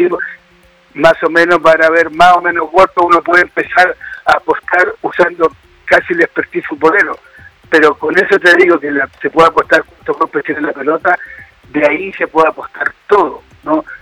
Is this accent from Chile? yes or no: yes; Chile; moved away as an adult; also born or lived in Argentina; yo vivía en Argentina, escribía sobre la selección argentina en Clarín, pero todos sabían que era chileno